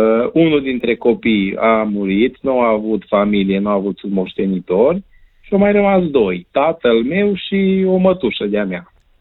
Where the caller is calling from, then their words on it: Cluj-Napoca, Cluj County, Romania; sunt din Cluj